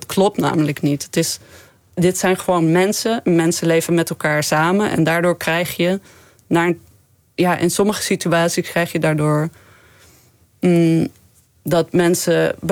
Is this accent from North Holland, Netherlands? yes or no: no; Groningen, Netherlands; Ja, ik ben gewoon Nederlands uit Groningen.